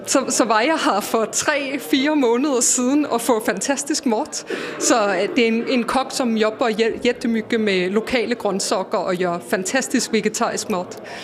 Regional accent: Copenhagen, Capital Region of Denmark, Denmark; moved away as an adult; now in Laholm, Sweden; Det började med att jag bodde i mitten av Köpenhamn och jag är uppvuxen i Köpenhamn

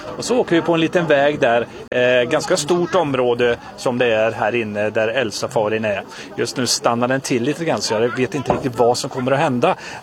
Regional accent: Arvika, Värmland, Sweden; Det hände faktiskt mig när jag gick i skolan hemma i Arvika.

